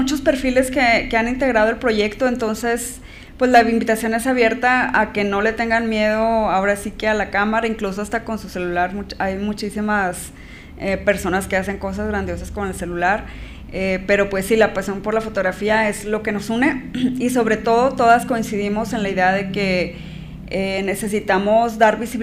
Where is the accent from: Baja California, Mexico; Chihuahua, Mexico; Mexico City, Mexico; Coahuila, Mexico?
Chihuahua, Mexico; Hidalgo del Parral; moved away; yo soy de aquí de Parral